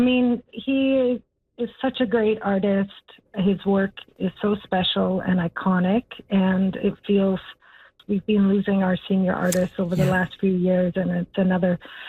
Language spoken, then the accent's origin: English; Young, Saskatchewan, Canada; Because I grew up in Young, I would go to Manitou Beach, you know, as a teenager to the all-night drive-in.